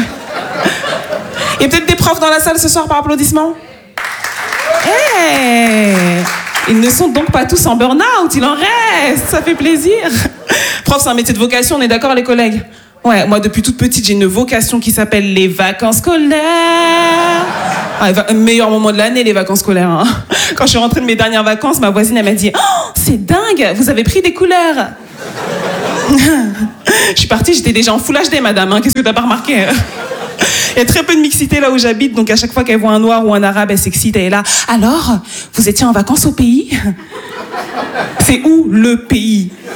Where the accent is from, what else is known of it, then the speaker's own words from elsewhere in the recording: Île-de-France, France; born there; C'est peut-être parce que je suis née dans le Val-d'Oise, connasse, hein, peut-être, c'est un indice.